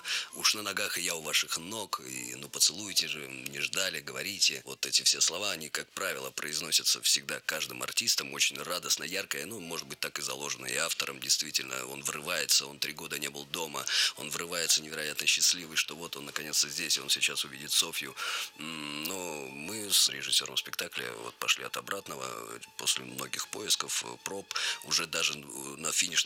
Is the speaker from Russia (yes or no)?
yes; Kolyvanskoye, Altai Krai, Russia; born or raised there; also born or lived in Prutskoye